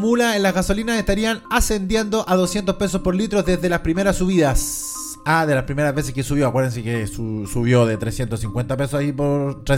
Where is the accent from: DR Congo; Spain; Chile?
Chile; nos interesan como chilenos